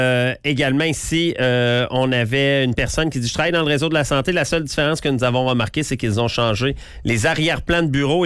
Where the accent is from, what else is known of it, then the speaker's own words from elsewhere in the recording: Quebec City, Quebec, Canada; Taschereau, c'est mon coin de pays, ça. Je suis né là.